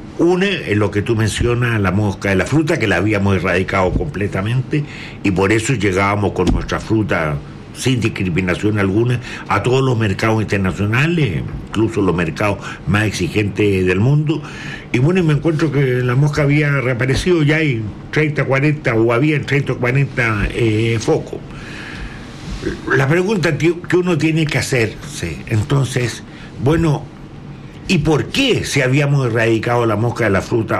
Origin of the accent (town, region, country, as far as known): Chile